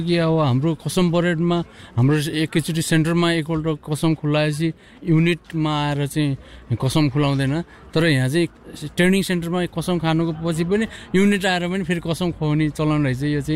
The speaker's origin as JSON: {"language": "Nepali", "town": "Gorkha", "region": "Gandaki Province", "country": "Nepal", "said": "नेपालको गोर्खा जिल्लाबाट आएको."}